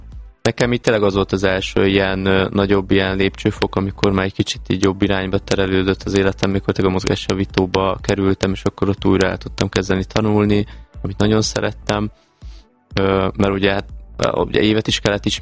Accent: Nagyvátyon, Baranya, Hungary; ugye a apukám maradt otthon a bátyámmal, ugye Pécs mellett, Nagyvátyon, ugye a szülőfalumba

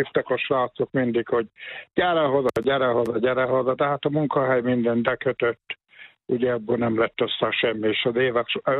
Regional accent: Taliándörögd, Veszprém County, Hungary; moved away as an adult; 31-2 évig éltem ott. A gyerekkorom nagyon szép, gyerekkorom volt ott. Töltöttem Talján Dörögdön.

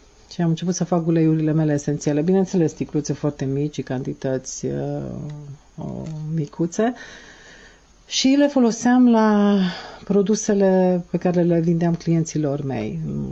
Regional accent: Romania; moved away as an adult; also born or lived in Bucharest; now in Canada; Am plecat din România în 84. Eu am terminat cosmetica la București și am fost fascinată de plante toată copilăria mea

